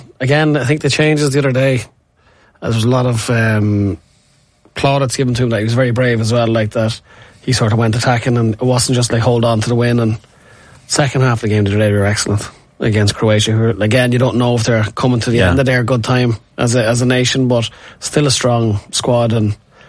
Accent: Trim, Leinster, Ireland

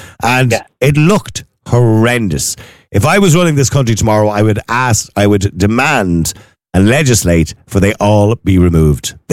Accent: Ireland; I said, Ireland.

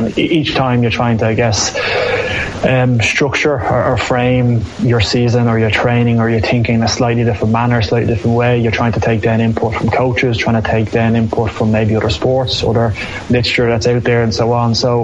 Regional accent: Glasnevin, Leinster, Ireland; I grew up in Glasnevin, which so happens to have my own club, Nafine, in it

